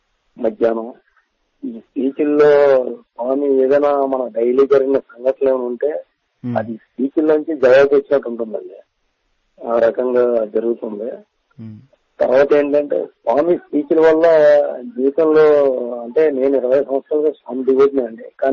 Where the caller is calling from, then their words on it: Visakhapatnam, Andhra Pradesh, India; నేను విశాఖపట్నం మద్రిపాల నుంచి మాట్లాడుతున్నానండి.